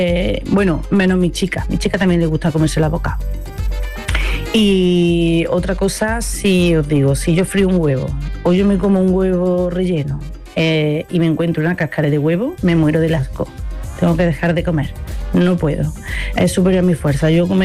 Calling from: Córdoba, Andalusia, Spain; Llamo desde Córdoba.

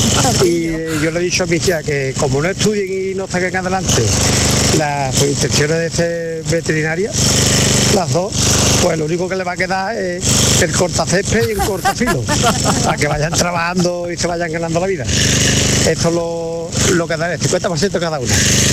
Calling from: Sanlúcar de Barrameda, Andalusia, Spain; de Toluca de Barrameda.

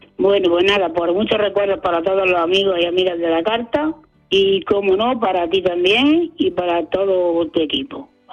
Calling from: Olula del Río, Andalusia, Spain; de Olula.

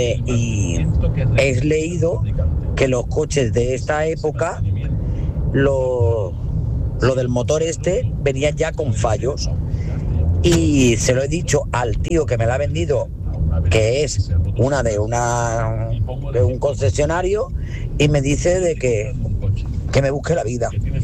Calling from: Seville, Andalusia, Spain; Hola, buena. … de Sevilla

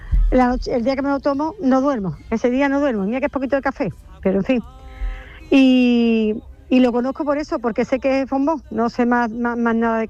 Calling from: Carmona, Andalusia, Spain; de Carmona.

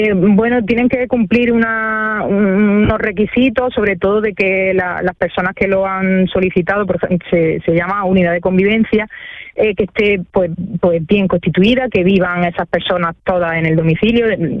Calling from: Lucena, Andalusia, Spain; Yo vivo en Lucena y voy todos los días a Córdoba a trabajar.

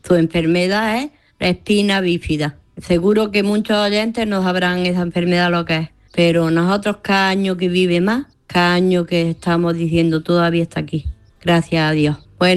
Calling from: Granada, Andalusia, Spain; Manolo, otra vez … de Granada.

